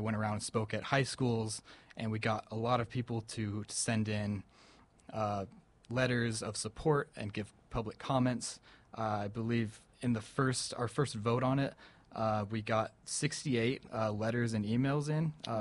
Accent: Camarillo, California, United States; that was when I began a youth-led grassroots organization in my hometown of Camarillo.

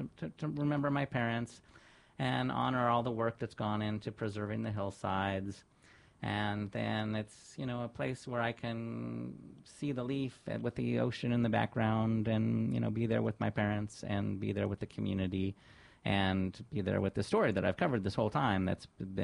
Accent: Ventura, California, United States; growing up in Ventura, I always saw the hillsides, you know, behind us.

